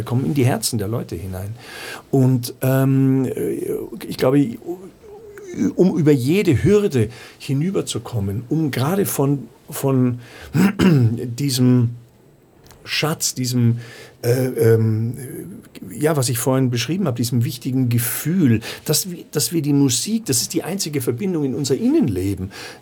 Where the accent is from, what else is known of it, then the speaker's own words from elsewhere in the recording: Munich, Bavaria, Germany; now in Austria; Und das sage ich als Münchner, ja, als Bayer, weil ich doch Österreich so lieben und schätzen gelernt habe.